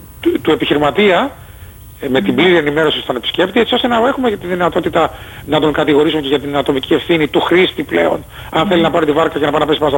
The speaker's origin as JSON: {"language": "Greek", "town": "Zakynthos", "region": "Ionian Islands", "country": "Greece", "said": "κάποια στιγμή εγώ σαν Ζακυνθινός πολίτης θα ήθελα να ξεκαθαρίσει αυτό το έρμο, το πλάτωμα του Ναυαγίου, για το πώς θα το διαχειριζόμαστε."}